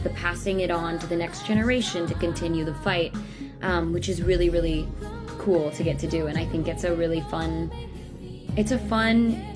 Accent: Minneapolis, Minnesota, United States; moved away as an adult; I grew up in Minnesota, and so being in high school in 2020 in Minneapolis

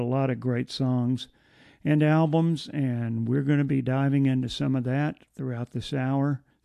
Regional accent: Memphis, Tennessee, United States; broadcasting from my hometown of Memphis, Tennessee.

